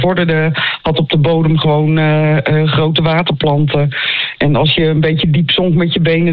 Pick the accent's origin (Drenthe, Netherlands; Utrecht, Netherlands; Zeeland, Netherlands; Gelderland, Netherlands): Utrecht, Netherlands; Groenekan; Ik ben wat de kikker in Groenekan, mijn geboortedorp.